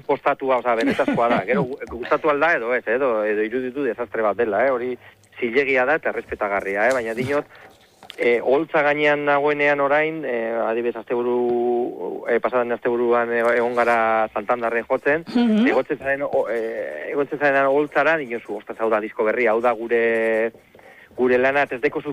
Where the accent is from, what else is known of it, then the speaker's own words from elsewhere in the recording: Portugalete, Basque Country, Spain; also born or lived in Getxo; nire herri da Portugalete, Getxo